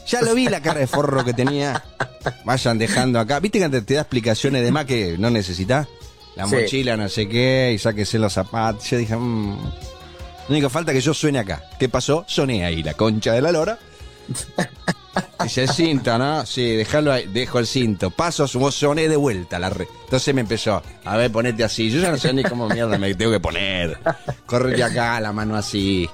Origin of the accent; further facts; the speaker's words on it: Argentina; Pero llegó tarde porque, viste, esa, Argentina siempre te gana.